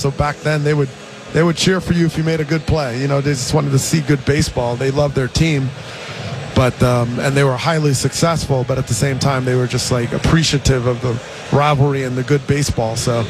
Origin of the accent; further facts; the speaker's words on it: United States; I grew up outside of New York.